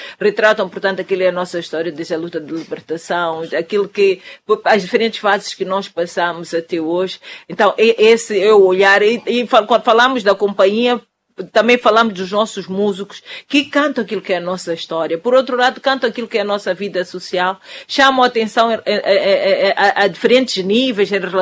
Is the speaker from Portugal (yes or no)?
no; Mozambique; Nós temos que garantir a qualidade como moçambicanos